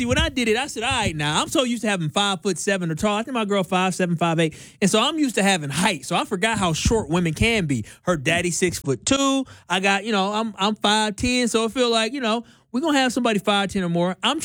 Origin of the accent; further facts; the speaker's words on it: Milwaukee, Wisconsin, United States; I grew up in Milwaukee, but I went to school in Whitefish Bay.